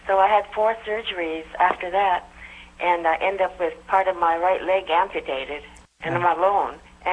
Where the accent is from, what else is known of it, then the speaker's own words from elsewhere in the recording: Boynton Beach, Florida, United States; I'm from Boynton Beach, Florida, Mother.